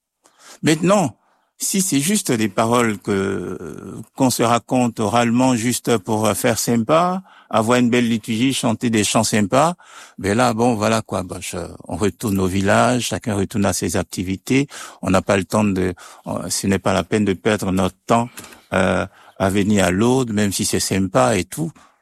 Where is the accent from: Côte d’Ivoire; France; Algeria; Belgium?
Côte d’Ivoire; also born or lived in Switzerland; Alors moi, je suis originaire de la Côte d'Ivoire. J'ai exercé comme prêtre en Afrique.